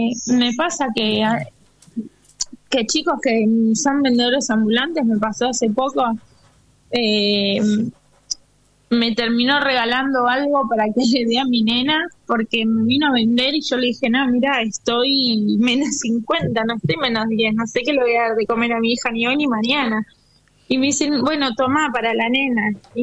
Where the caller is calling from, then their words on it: Argentina; esta realidad que estamos viviendo como argentinos es muy triste